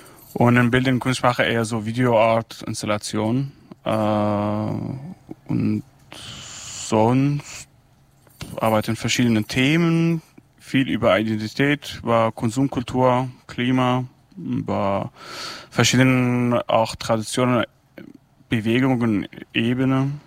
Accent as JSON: {"language": "German", "town": "Rmelan", "region": "Al-Hasakah Governorate", "country": "Syria", "tie": "born or raised there", "also_born_or_lived": "Damascus, Syria", "second_language": "German", "moved": "yes", "lives_now": "Germany", "said": "ich komme aus Rojava, Rumelan, bin da geboren, aufgewachsen und dann nach Damaskus gegangen, hab da Kunst studiert, Theaterstudie und Tanz und dann rüber nach Deutschland."}